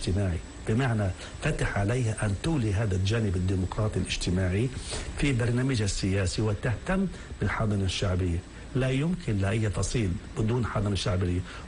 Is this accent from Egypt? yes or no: no; Palestine; احنا بشكل واقعي كفلسطينيين